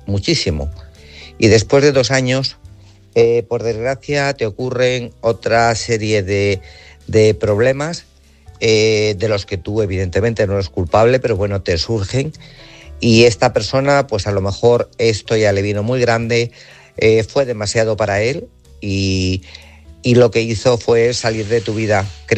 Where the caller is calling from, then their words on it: Guadalajara, Castilla-La Mancha, Spain; Buenas noches, Álvaro, corresponsales y oyentes. … de Guadalajara.